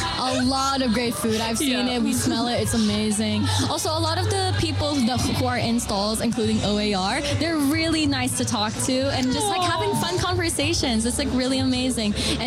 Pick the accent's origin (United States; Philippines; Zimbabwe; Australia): Philippines; now in New Zealand; I grew up in the Philippines, so I know how much language is very important to different cultures, and especially Māori. And I feel like when I first came here